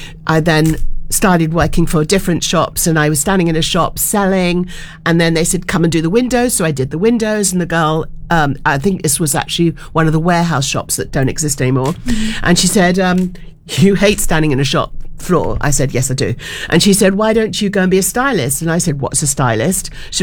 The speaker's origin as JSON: {"language": "English", "region": "London", "country": "United Kingdom", "tie": "born or raised there", "said": "And so I grew up in London, locally"}